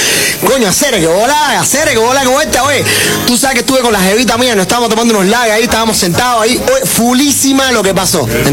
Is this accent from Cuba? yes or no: yes; Cuba; accent: Cuban; Yo hablo cubano, mi acento cubano, pero me he acostumbrado a tratar de ser más neutro para que me entiendan.